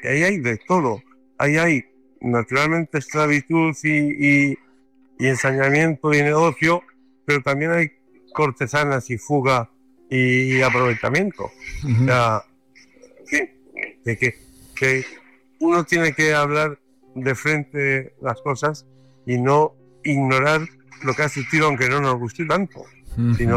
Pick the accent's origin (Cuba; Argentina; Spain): Spain; Alcalá de Henares, Community of Madrid; now in Madrid, Spain; soy de Alcalá, soy de la diócesis Madrid-Alcalá.